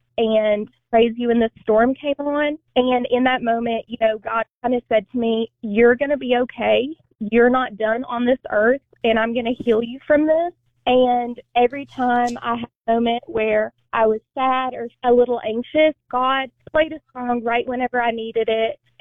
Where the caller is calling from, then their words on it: Bristol, Tennessee, United States; And I'm calling from Bristol, Tennessee.